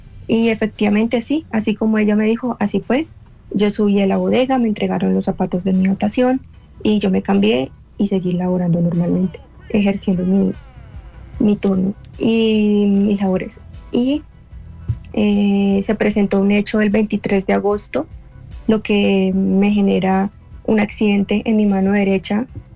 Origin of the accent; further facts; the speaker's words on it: Ibagué, Tolima, Colombia; moved away; como vengo de Tierra Caliente, yo soy del Tolima, Ibagué. Ibagué, Tolima.